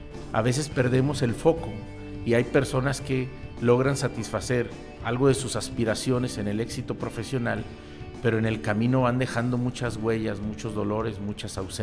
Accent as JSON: {"language": "Spanish", "town": "Guadalajara", "region": "Jalisco", "country": "Mexico", "tie": "born or raised there", "said": "yo soy originario aquí de Guadalajara, desde pequeño, de una familia de un veracruzano y una de la Ciudad de México que se viene aquí. Y bueno, vivo toda mi infancia aquí en Guadalajara."}